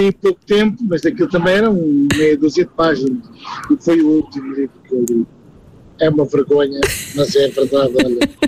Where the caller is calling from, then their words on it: Lisbon, Portugal; aqui de Lisboa.